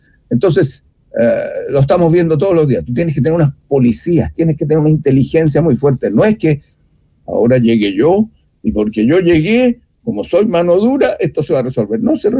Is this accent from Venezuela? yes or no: no; Chile; me preocupa como chileno